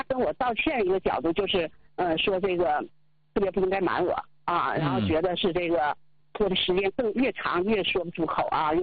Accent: Changchun, Jilin, China; moved away as an adult; now in Beijing, China; 我是那个长春那个大学毕业，后来我现在在北京。

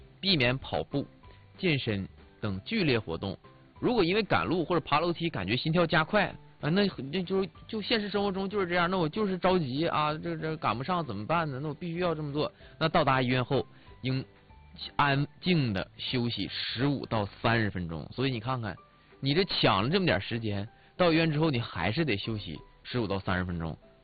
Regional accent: Northeast China, China; 咱们东北这边的冬天啊手会干裂

